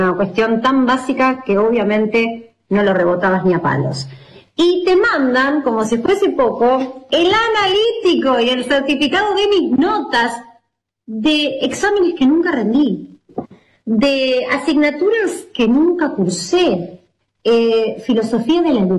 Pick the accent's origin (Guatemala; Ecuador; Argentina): Argentina